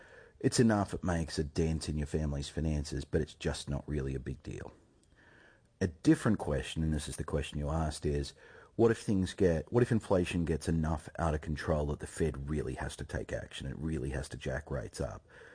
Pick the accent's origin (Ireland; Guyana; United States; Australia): Australia; a more functional democracy like my home country of Australia or Canada